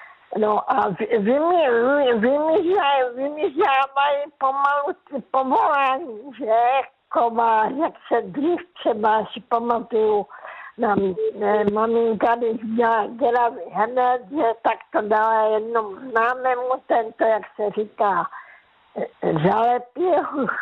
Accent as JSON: {"language": "Czech", "town": "Karolinka", "region": "Zlín Region", "country": "Czechia", "tie": "born or raised there", "lives_now": "Zlín, Czech Republic", "said": "bydlela jsem 47 let s manželem ve Žlíně. Víte, v paneláku, že? Takže vidím ten rozdíl. Já jako malá holka jsem vyrostla vlastně na vesnici v Karolince"}